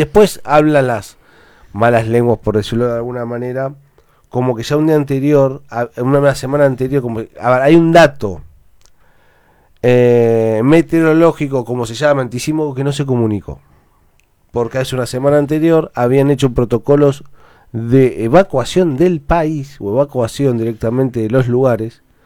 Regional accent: Venezuela; Venezuela no puede, como venezolano, no van a pasar un país. Como venezolano, pues están.

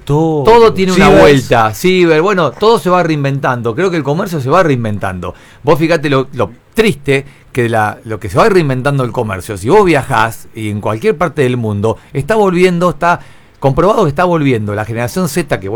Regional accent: Saavedra, Buenos Aires Province, Argentina; now in Bahía Blanca, Argentina; Yo cuando era chico yo vivía en Saavedra, imagínate. Yo soy nacido en Saavedra.

